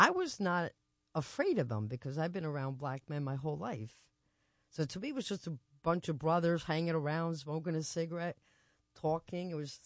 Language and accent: English; New Jersey, United States; I think I'm lost. I'm from Jersey.